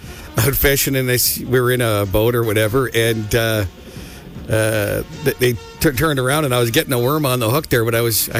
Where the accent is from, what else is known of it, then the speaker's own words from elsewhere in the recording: North Bay, Ontario, Canada; I grew up in North Bay